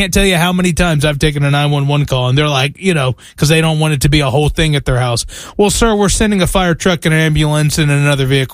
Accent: the South, United States; moved away; where I grew up in the South.

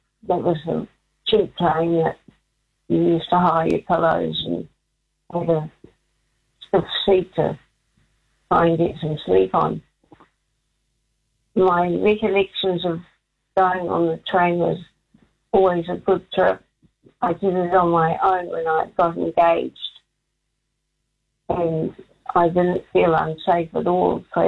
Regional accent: Wellington, New Zealand; moved away; I'm originally a Wellington girl

